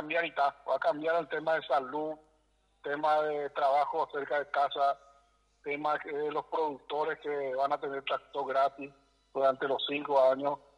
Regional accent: Itauguá, Central, Paraguay; Y prácticamente somos de Itagua.

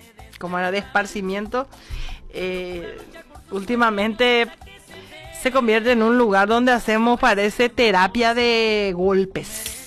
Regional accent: Paraguay; acordate que somos hora paraguaya, ese es otro defecto que tiene el paraguayo.

